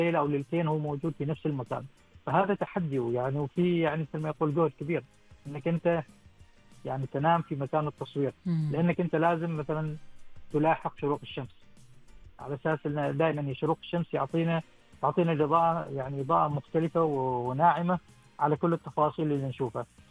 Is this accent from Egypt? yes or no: no; Oman; من سلطنة عمان أو من بلادنا عمان